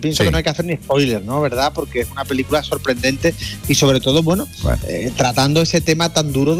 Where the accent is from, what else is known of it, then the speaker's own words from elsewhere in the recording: Cádiz, Andalusia, Spain; será como vengo de Cádiz.